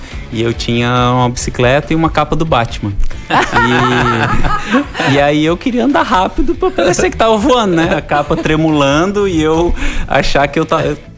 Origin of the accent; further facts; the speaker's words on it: Minas Gerais, Brazil; moved away as an adult; also born or lived in Rio de Janeiro; eu sou carioca, só que com 1 ano eu fui morar em Minas e morei até o ano passado em Minas. Então foram 33 anos morando em Minas.